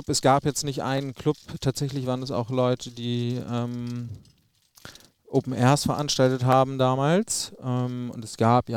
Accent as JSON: {"language": "German", "town": "Lübeck", "region": "Schleswig-Holstein", "country": "Germany", "said": "Ich komme ursprünglich aus Lübeck. Ich oute mich als Zugezogener. Und in Lübeck gab es eine Crew, die Partys veranstaltet hat, die Outrider-Crew."}